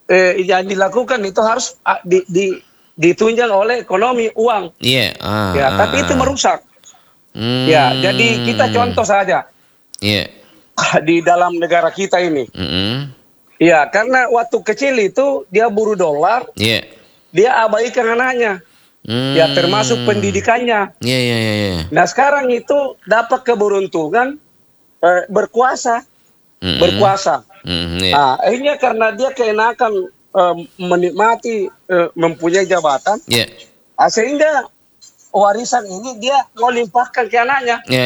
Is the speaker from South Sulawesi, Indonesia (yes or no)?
yes; South Sulawesi, Indonesia; Kita orang Sulsel.